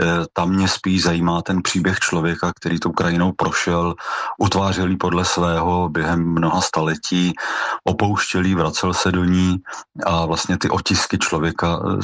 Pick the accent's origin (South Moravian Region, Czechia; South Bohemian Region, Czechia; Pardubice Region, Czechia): South Bohemian Region, Czechia; Třeboň; Vyrůstal jsem v paneláku v Třeboni, pod sebou jsem měl celý svět.